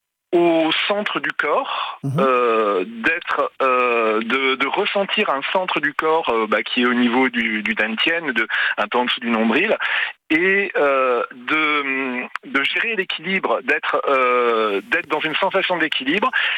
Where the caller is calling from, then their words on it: Anglet, Nouvelle-Aquitaine, France; J'appelle d'Anglet, à côté de Bayonne.